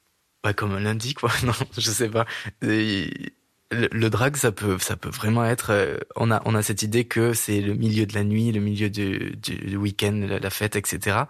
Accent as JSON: {"language": "French", "region": "Occitanie", "country": "France", "tie": "born or raised there", "said": "J'ai pas mal bougé parce que j'ai grandi en Aveyron, mais au divorce de mes parents, ma mère a été mutée à gauche à droite avec son travail."}